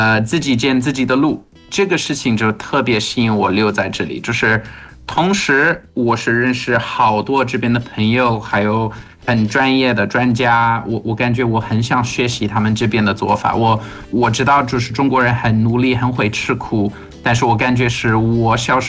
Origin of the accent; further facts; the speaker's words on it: South Africa; Chinese is a second language; moved away as an adult; now in Nantong, China; 特别是对我们南非人来说，